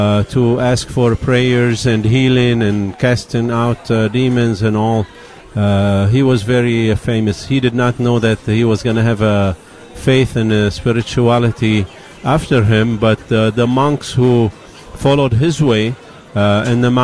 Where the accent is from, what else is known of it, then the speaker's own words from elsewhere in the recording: Lebanon; moved away as an adult; now in Allen, Texas, United States; I was born in Lebanon, and I was 20 years old when I came over here.